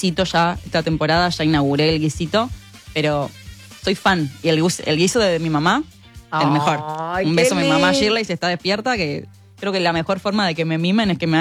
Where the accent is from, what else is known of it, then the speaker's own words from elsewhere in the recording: Formosa, Argentina; moved away; Soy de Formosa, chicos. Sufro el frío